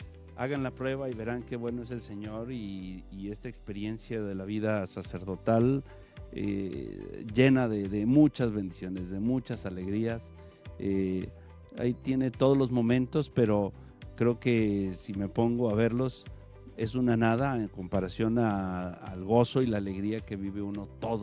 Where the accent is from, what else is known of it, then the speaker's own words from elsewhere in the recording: La Barca, Jalisco, Mexico; born there; Mis papás de Los Altos de Jalisco, pero yo nacido en La Barca, Jalisco.